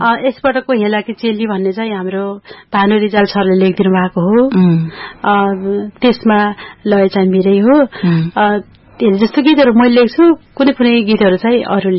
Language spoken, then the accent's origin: Nepali; Rolpa, Lumbini Province, Nepal; born there; मेरो जन्म रोल्पा पासाङमा भएको थियो।